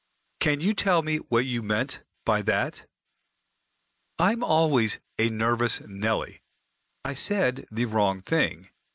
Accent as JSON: {"language": "English", "region": "Wales", "country": "United Kingdom", "said": "What is un-Welsh? We're a small country who have suffered for being English"}